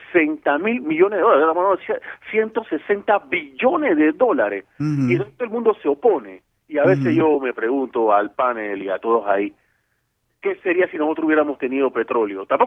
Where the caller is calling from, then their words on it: Panama; a veces no entiendo mi pueblo panameño